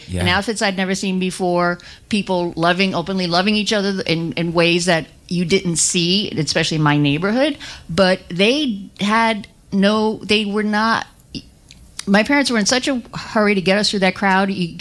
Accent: New York City, New York, United States; I'm from Brooklyn, so I was a kid.

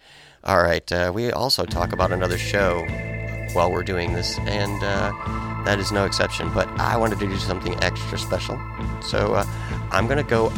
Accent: United States; as an American

